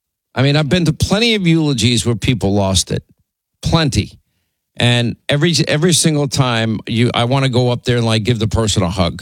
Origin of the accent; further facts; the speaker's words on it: Ireland; Well, I guess I'm still allowed to make fun of Irish, right? Because I'm Irish.